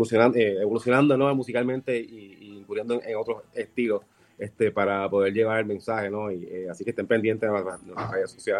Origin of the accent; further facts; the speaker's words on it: Puerto Rico; como decimos en Puerto Rico